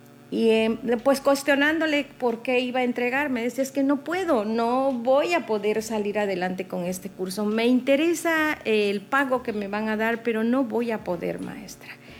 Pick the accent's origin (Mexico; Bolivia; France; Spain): Mexico; Palizada, Campeche; soy originaria de Palizada